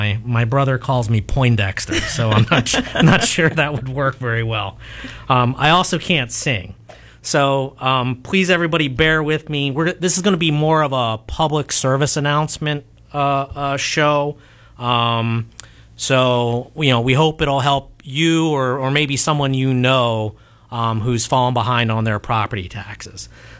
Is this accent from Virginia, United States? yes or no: yes; Virginia, United States; now in Illinois, United States; I grew up in Northern Virginia